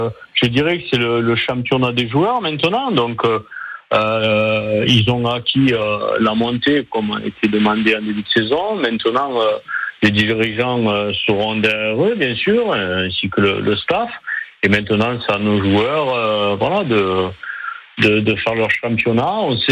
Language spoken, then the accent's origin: French; Nouvelle-Aquitaine, France; je suis originaire du Lot-et-Garonne